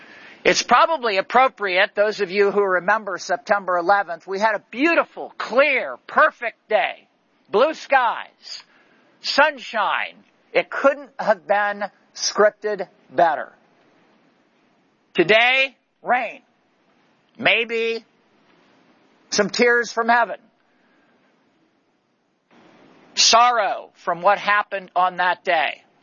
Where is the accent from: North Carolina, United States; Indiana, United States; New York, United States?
Indiana, United States; South Bend; a former member of Congress from my hometown of South Bend, Indiana